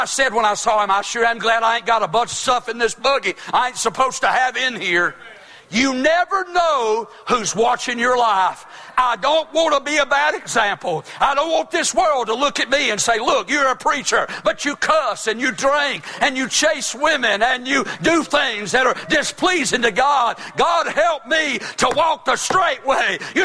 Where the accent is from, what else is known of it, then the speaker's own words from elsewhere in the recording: Toast, North Carolina, United States; now in Tobaccoville, United States; I'm from North Carolina. I'm from Toast, North Carolina. Surrey County, North Carolina. I live in a place called Tobaccoville. You ever heard of Tobaccoville? I live in a place by the name of Tobaccoville, North Carolina. I was born and raised in Toast, North Carolina.